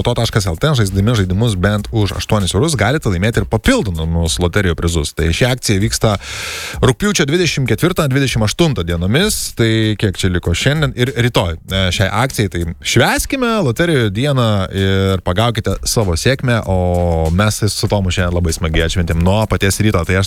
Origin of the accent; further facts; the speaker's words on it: Šilalė, Tauragė County, Lithuania; Aš iš Šilalės